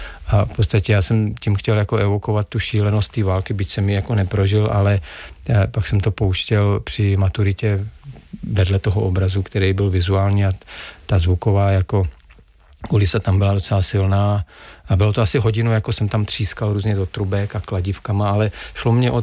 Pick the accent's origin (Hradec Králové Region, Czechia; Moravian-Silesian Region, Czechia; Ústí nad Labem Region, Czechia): Hradec Králové Region, Czechia; Broumov; born there; moved away; já jsem se narodil v Broumově a že jsou to teda Sudety, jako ten kraj je, kdo tam byl, je extrémně strašně nádherný, jako krajina, skály, neuvěřitelně jako krásný, v zimě, v létě.